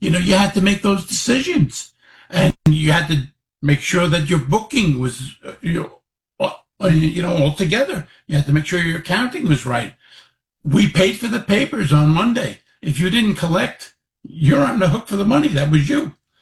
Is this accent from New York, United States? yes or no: yes; Queens, New York, United States; also born or lived in Florida; My mother was married three times, and we grew up in Queens, and she just kept marrying.